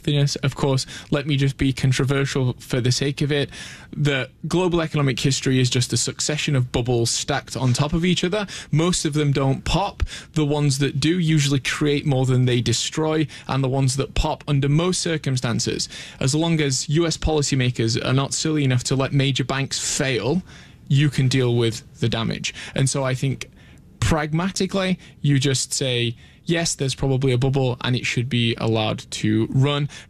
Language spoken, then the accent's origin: English; Sheffield, Yorkshire and the Humber, United Kingdom; I'm from Sheffield, I'm a yes. northerner.